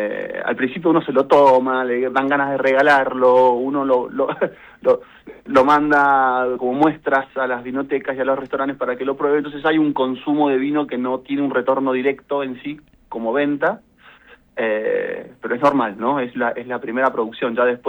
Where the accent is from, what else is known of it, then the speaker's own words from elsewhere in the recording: Mendoza, Argentina; Bueno, siendo mendocino, uno tampoco está tan lejos de eso, ¿no? Uno lo vive siempre.